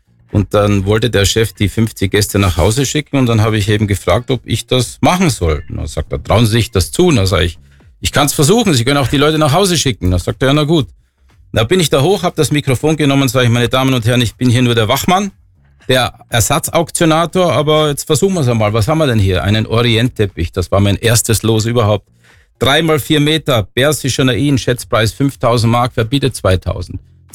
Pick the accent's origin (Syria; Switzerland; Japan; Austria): Austria; Deutschlandsberg district, Styria; also born or lived in Innsbruck, Austria; now in Oberstaufen, Germany; Ich bin in Innsbruck geboren, bin in Graz aufgewachsen, also südlich von Graz, in Pölfingbrunn, das ist im Bezirk Deutschlandsberg.